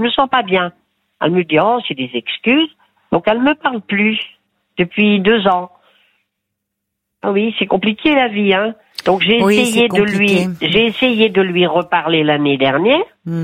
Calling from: Béthune, Hauts-de-France, France; ils étaient au lycée derrière chez moi à Béthune

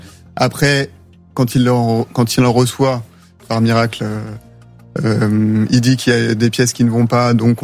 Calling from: Montauban, Occitanie, France; moi j'habite à Montauban, alors que mes parents et le garage se trouvent dans le Val d'Oise.

